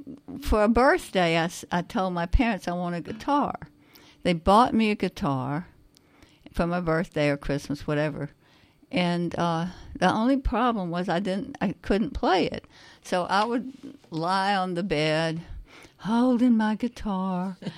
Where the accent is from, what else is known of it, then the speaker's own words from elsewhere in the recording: Louisiana, United States; I grew up in Louisiana.